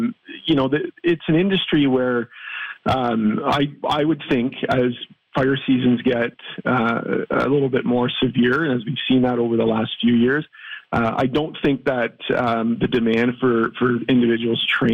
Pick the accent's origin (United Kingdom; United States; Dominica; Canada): Canada; Sault Ste. Marie, Ontario; So I grew up in Sault Ste. Marie, and my father was involved in the aviation forest fire management branch for the government, and so it was always part of our growing up.